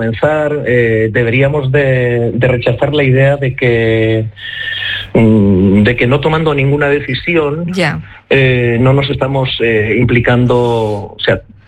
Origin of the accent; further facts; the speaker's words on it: Basque Country, Spain; decir que vienes del País Vasco abre muchas puertas